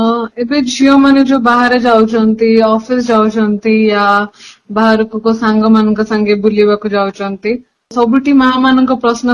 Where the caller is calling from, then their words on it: Jeypore, Odisha, India; ମୁଁ ଜୟପୁରରୁ କହୁଛି।